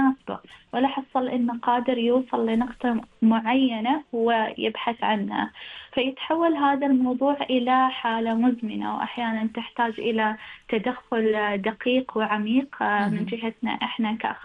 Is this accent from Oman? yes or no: yes; Oman; وإحنا كمجتمع عماني